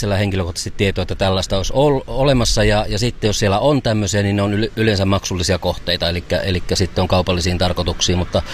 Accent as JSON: {"language": "Finnish", "town": "Kotka", "region": "Kymenlaakso", "country": "Finland", "said": "me ollaan kotkalaiset"}